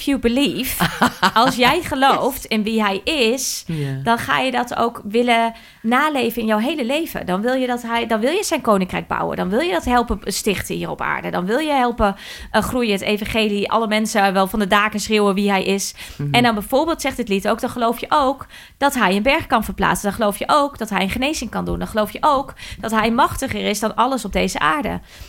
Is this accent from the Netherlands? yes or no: yes; Netherlands; ik ben geen Jood, ik ben Nederlander.